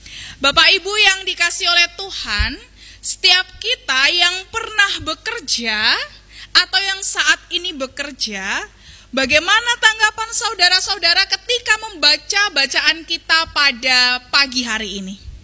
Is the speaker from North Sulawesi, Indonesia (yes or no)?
no; Kutoarjo, Central Java, Indonesia; now in Yogyakarta, Indonesia; Saya tidak asli Jogja, saya dari Kutoarjo.